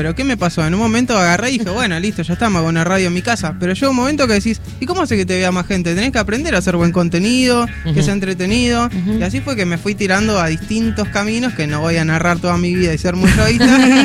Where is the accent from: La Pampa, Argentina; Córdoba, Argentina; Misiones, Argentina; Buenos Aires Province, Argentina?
Buenos Aires Province, Argentina; San Martín; Desde San Martín, Villa Maipú.